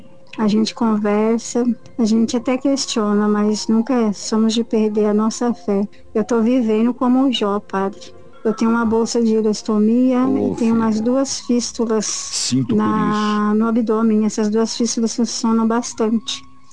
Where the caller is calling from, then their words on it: São Paulo, Brazil; sou aqui de São Paulo.